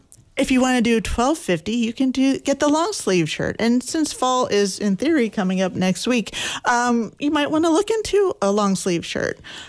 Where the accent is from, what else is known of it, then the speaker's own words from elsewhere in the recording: Morgantown, West Virginia, United States; I grew up watching WMPB in Morgantown